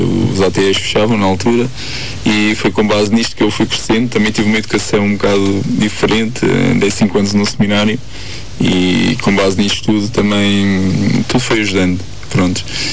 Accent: Guarda, Centro, Portugal; Eu cresci aqui na Guarda.

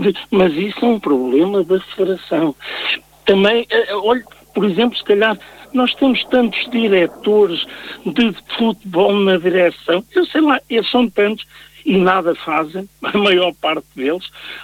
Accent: Portugal; nós somos portugueses

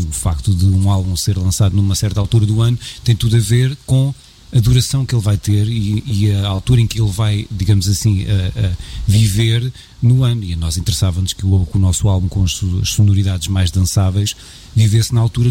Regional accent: Abrantes, Santarém, Portugal; nós assumimos com muito orgulho que somos de Abrantes

